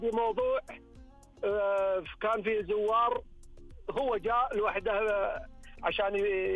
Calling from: Najran, Najran Province, Saudi Arabia; من نجران.

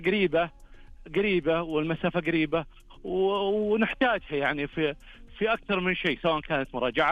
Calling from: Al-Jawf, Saudi Arabia; أنا بحكم أني أنا قريب من الشام، أنا بالجوف.

